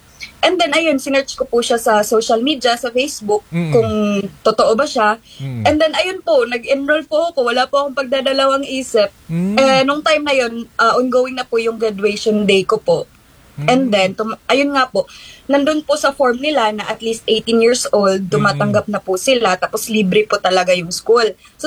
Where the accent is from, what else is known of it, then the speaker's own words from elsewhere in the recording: Davao City, Davao Region, Philippines; since taga Davao ako, malapit lang ako sa mismong location ng school